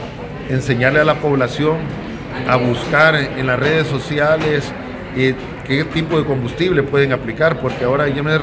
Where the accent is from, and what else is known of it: Honduras